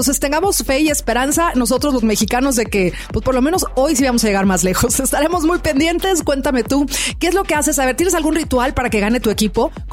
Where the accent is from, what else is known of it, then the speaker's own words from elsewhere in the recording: Mexico; quiero creer como buena mexicana que en esa ocasión va a ser diferente.